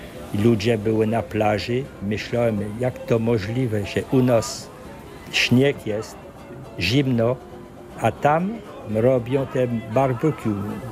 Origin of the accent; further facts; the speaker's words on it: Hauts-de-France, France; born there; Polish is a second language; Urodziłem się w północy Francji, niedaleko Lens.